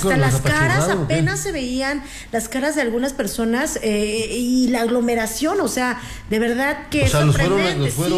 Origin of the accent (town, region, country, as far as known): Mexico